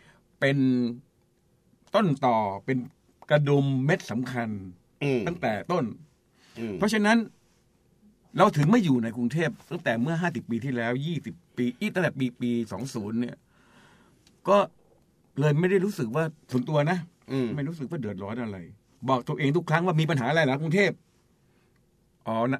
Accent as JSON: {"language": "Thai", "region": "Lopburi", "country": "Thailand", "tie": "born or raised there", "moved": "as an adult", "lives_now": "Bangkok, Thailand", "said": "ฉันก็มาจากลพบุรีเนี่ย"}